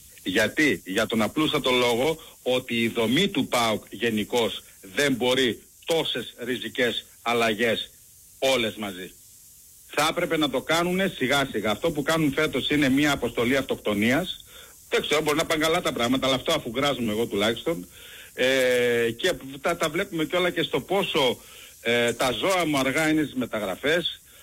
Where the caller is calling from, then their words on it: Netherlands; πάω Κολλανδία. Εδώ ήρθα εχθές από τη Θεσσαλονίκη.